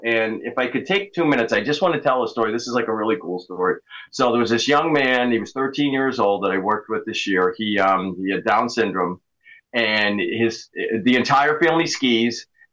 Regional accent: New England, United States; So I'm from New England, and New Englanders are well known for being people that like to complain.

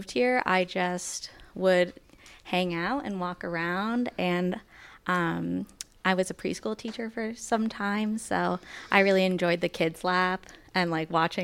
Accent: New Jersey, United States; I'm from New Jersey. We don't do stuff like this.

